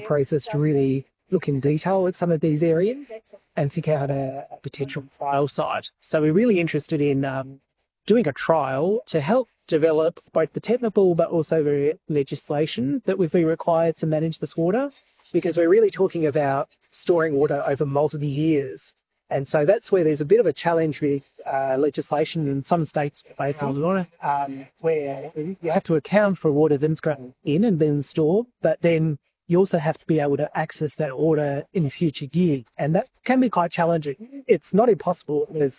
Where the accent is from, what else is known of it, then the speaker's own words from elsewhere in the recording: South Australia, Australia; So I'm from South Australia